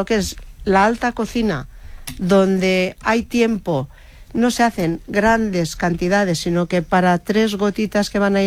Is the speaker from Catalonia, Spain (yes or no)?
yes; Lleida, Catalonia, Spain; Yo soy de Lleida, entonces el día que hay un nubarrón ya estamos preparando las bolsas y las botas para ir a por caracoles.